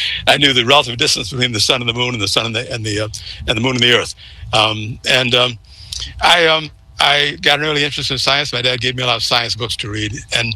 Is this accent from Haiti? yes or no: no; Florida, United States; I grew up in Florida. I never had a white classmate, teacher, or principal in all my schooling from first grade through 12th grade.